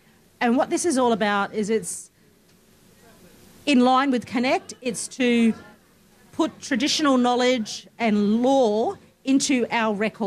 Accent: Alice Springs, Northern Territory, Australia; now in Darwin, Australia; I'm actually from Mbantua, Alice Springs, and I'm Eastern Aranda. However, I have been living on Larrakia country for a good majority of my life now.

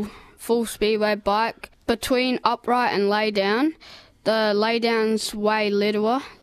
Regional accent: Australia; like we do back in Australia.

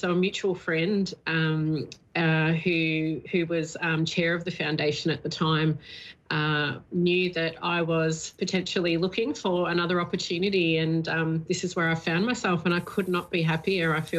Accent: Melbourne, Victoria, Australia; Yes, my mob's the Barkindji mob, so of the Darling River in New South Wales. I'm born and raised in Melbourne as well.

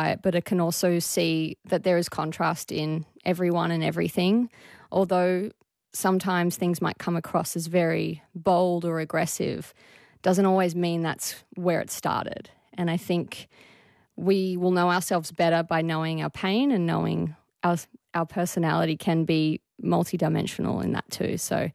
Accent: Tamworth, New South Wales, Australia; So to be able to represent my hometown and, you know, show them the culture of what Tamworth is, because there's so much more to it than just the Tamworth Festival as well.

